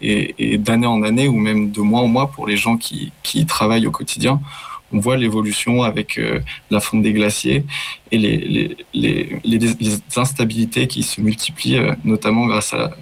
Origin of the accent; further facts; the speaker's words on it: Auvergne-Rhône-Alpes, France; born there; je suis né en Savoie et je pratique beaucoup la montagne pour mes loisirs personnels